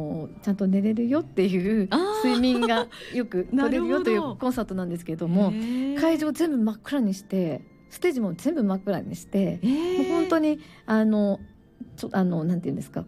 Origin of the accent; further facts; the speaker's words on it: Zushi, Kanagawa, Japan; born there; 逗子文化プラザホールというところに地元のねホールがありまして、